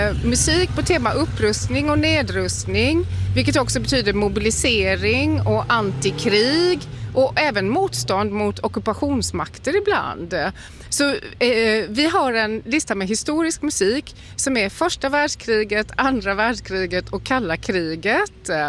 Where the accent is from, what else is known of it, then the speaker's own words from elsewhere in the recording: Karlskrona, Blekinge, Sweden; jag är uppvuxen här i Karlskrona